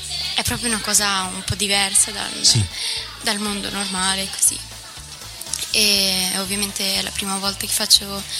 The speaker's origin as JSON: {"language": "Italian", "town": "Saronno", "region": "Lombardy", "country": "Italy", "lives_now": "Caderago, Italy", "said": "Sono terza linguistico, vengo da Saronno."}